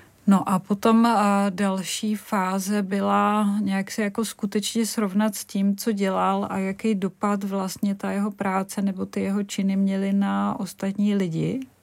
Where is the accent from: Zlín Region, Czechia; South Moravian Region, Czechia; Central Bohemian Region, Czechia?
South Moravian Region, Czechia; Brno; Prostě my jsme byli vždycky Brňáci a nějaká národnost, ať už česká nebo německá, v tom nehrála žádnou roli.